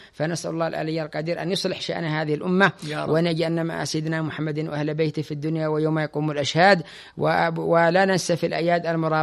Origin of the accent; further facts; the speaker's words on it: Tihama, Yemen; كان عندنا في تهامة